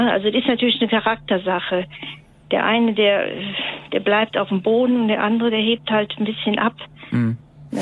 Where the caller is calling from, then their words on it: North Rhine-Westphalia, Germany; ich bin jetzt keine gebürtige Sauerländerin, muss ich sagen. Ich meine, obwohl ich früher viel im Sauerland mit dem Fahrrad unterwegs war, aber ich bin halt notgedrungen hier gelandet.